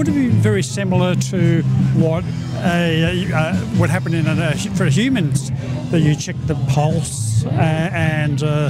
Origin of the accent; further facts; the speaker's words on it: Australia; born there; being an Australian boy, used to them being swooped.